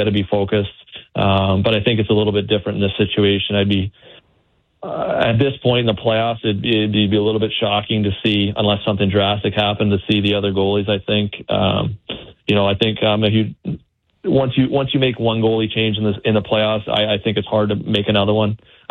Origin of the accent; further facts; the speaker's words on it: New Brunswick, Canada; I'm from New Brunswick, so it's really not too far away.